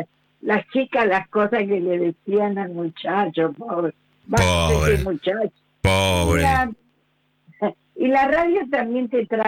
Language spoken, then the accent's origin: Spanish; Chaco, Argentina; Yo soy chaqueña.